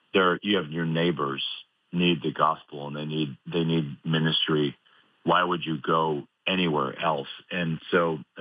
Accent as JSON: {"language": "English", "town": "Chicago", "region": "Illinois", "country": "United States", "tie": "born or raised there", "also_born_or_lived": "Raleigh", "lives_now": "York, United States", "said": "I moved to York in 2004 from Raleigh, North Carolina. I was actually born and raised outside in the suburbs of Chicago."}